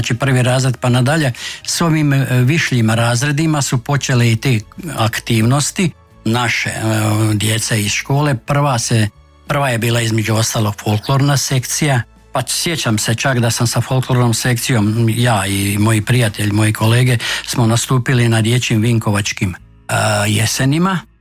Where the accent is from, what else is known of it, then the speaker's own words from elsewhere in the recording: Ivankovo, Vukovar-Srijem County, Croatia; Tako smo mi to do dana današnjeg definirali, Ivankovčani.